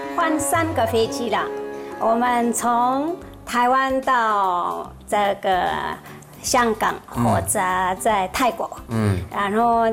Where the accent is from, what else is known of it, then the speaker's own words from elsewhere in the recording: Ladakh, India; 是是，我坐车到差不多7-8个小时，才会到我的故乡这个地方。